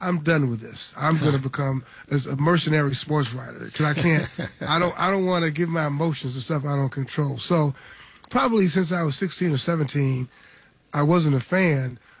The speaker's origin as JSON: {"language": "English", "town": "Chicago", "region": "Illinois", "country": "United States", "tie": "born or raised there", "said": "And it's kind of complicated. I grew up in Chicago."}